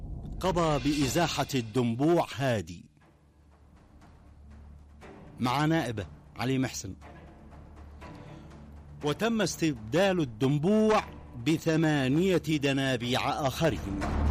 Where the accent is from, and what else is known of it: Yemen